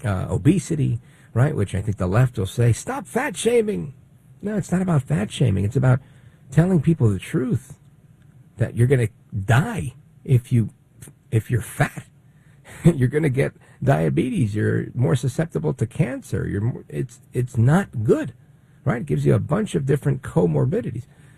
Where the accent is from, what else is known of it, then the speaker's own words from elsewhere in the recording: Brooklyn, New York, United States; born there; My parents are from Puerto Rico. I was born in Brooklyn, but we one big, happy Puerto Rican family.